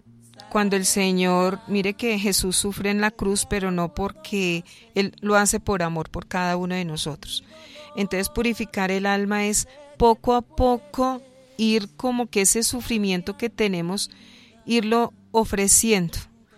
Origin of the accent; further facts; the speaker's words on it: Tolima, Colombia; moved away; Yo, por ejemplo, soy tolimense.